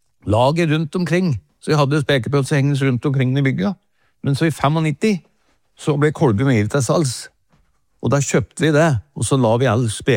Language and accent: Norwegian; Åsmarka, Innlandet, Norway; min far drev jo forretning I Åsmarka, der jeg vokste opp.